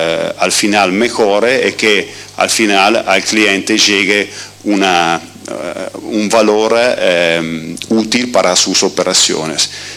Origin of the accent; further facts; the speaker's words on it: Italy; Spanish is a second language; moved away; yo llego de Italia, soy italiano